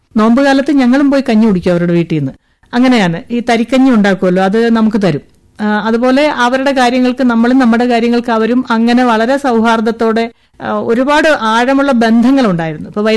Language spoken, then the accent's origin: Malayalam; Pallana, Kerala, India; ഞാൻ ജനിച്ചു വളർന്ന സ്ഥലം എന്ന് പറയുന്നത് ആലപ്പുഴ ജില്ലയില് കാർത്തിപ്പള്ളി താലൂക്ക് തൃക്കുന്നപ്പുഴ പഞ്ചായത്തില് പല്ലന പാനൂര്.